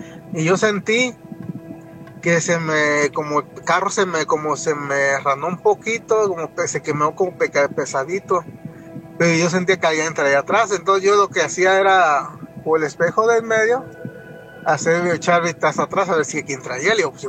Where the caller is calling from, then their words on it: Las Vegas, Nevada, United States; also born or lived in Tijuana; Estoy en mi trabajo y estoy escuchando … de Las Vegas.